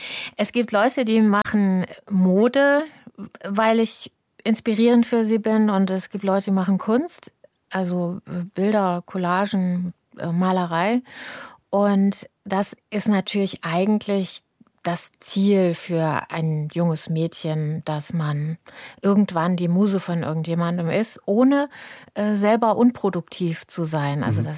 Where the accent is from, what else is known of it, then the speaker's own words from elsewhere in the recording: Cologne, North Rhine-Westphalia, Germany; also born or lived in Kaiserslautern; Und ich bin ja Kölnerin, also die meiste Zeit meines Lebens habe ich ja auch einen Wohnsitz in Köln.